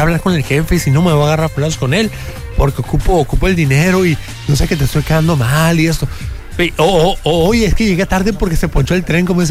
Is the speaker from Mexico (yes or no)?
yes; Mexico; todos en general como mexicanos